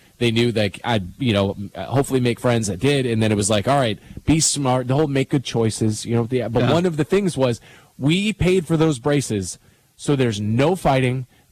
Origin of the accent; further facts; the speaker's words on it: Virginia, United States; was like, how dare you say Maryland? I'm not from that trash state. And then they'd be like, okay, well, where are you from? I'd say Virginia.